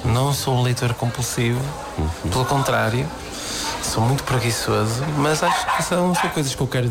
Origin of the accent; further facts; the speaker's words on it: Norte, Portugal; now in Lisbon, Portugal; Eu agora sou um traidor, mudei-me para Lisboa, mas eu sou do Norte, sou do Minho.